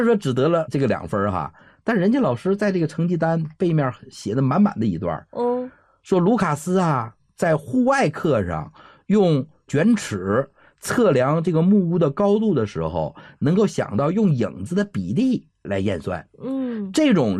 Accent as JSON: {"language": "Chinese", "country": "China", "said": "我们中国人的老年人的悲哀嘛"}